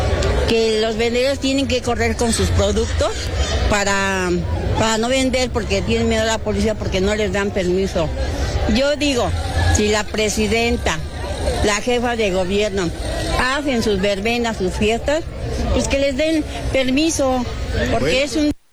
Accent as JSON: {"language": "Spanish", "country": "Mexico", "said": "Pues mire, como mexicana se siente una emoción tan grande."}